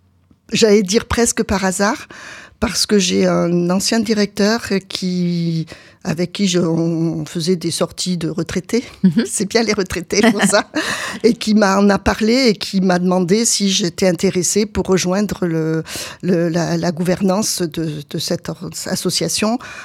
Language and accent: French; Valence, Auvergne-Rhône-Alpes, France; also born or lived in Grenoble / Lyon; now in Romans-sur-Isère, France; je suis née à Valence, j'y ai vécu jusqu'à mes 22 ans. Après j'ai fait des études à Grenoble.